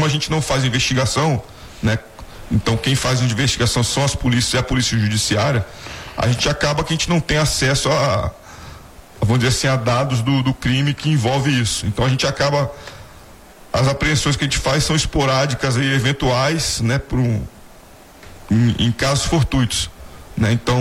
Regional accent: Pernambuco, Brazil; Eu sou pernambucano, minha família é toda do Nordeste, minha família é de Maceió.

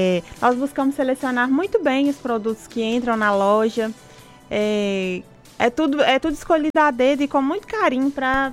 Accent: Sete Lagoas, Minas Gerais, Brazil; moved away as an adult; now in Pompéu, Brazil; eu sou de Sete Lagoas, meu marido é daqui de Pompeu, e a gente resolveu vir para cá, para Pompeu, e abrir o nosso negócio.

